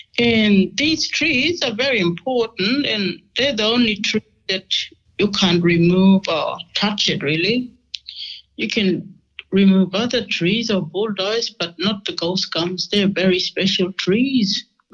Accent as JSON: {"language": "English", "town": "Alekarenge", "region": "Northern Territory", "country": "Australia", "said": "I'm Kadich Walpuri woman. My mum, she's Kadich. I'm from Alikurung."}